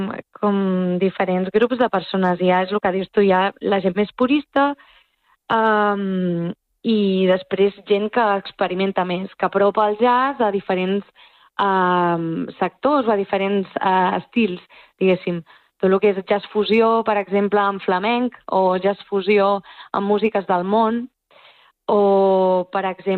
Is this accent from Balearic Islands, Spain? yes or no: yes; Menorca, Balearic Islands, Spain; moved away; Jo sóc de Menorca